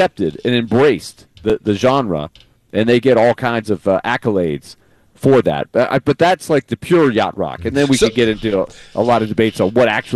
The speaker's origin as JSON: {"language": "English", "town": "Boston", "region": "Massachusetts", "country": "United States", "tie": "born there", "said": "I was born in Boston back in the day."}